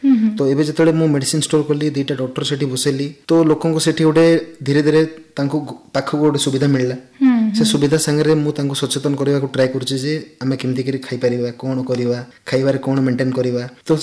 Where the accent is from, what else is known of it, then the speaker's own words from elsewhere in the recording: Utkela, Odisha, India; ମୋ ଗାଁ ଯେଉଁ ଉତ୍କେଲା ଅଛି